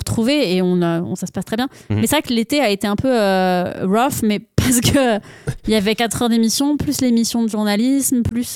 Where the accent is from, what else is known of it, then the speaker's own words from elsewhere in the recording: France; first language French; moved away as an adult; now in Canada; je suis française